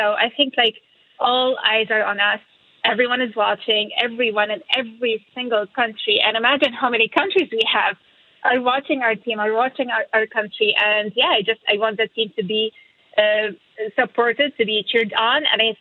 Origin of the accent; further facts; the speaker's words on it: Syria; now in Canada; I grew up in Syria, which is a country in the Middle East.